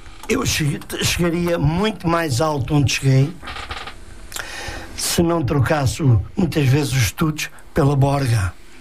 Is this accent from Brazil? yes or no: no; Estremoz, Alentejo, Portugal; now in Mafra, Portugal; eu já aqui moro há muitos anos. Aliás, quando eu digo que nasci no Alentejo, eu já estou dividido, já tenho mais anos de vida saloia do que alentejana. Se bem que sou sempre um alentejano que adoro o meu Alentejo.